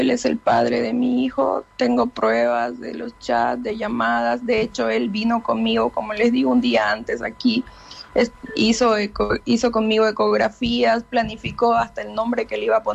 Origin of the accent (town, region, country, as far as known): Bolivia